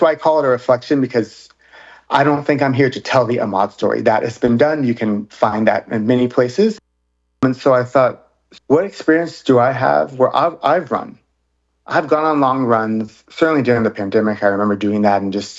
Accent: the South, United States; And again, I'm from the South.

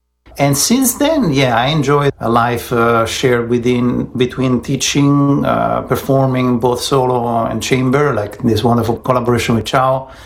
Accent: Rome, Lazio, Italy; moved away; I was born in Rome, Italy

